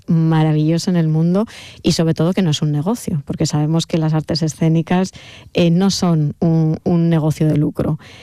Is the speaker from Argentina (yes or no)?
no; Basque Country, Spain; Y yo, claro, yo soy muy vasca. Yo en el País Vasco somos muy introvertidos